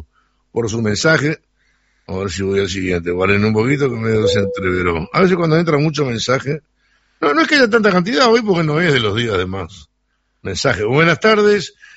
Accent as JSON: {"language": "Spanish", "country": "Uruguay"}